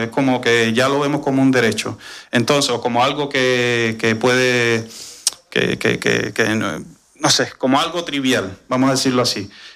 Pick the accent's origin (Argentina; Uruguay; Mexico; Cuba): Cuba; moved away; soy un cubano probablemente no común.